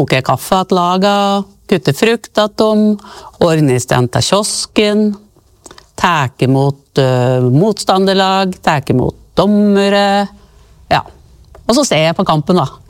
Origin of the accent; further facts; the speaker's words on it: Reinsvoll, Innlandet, Norway; jeg husker jo når jeg vokste opp her på Reimsvoll, alt var jo frivillig.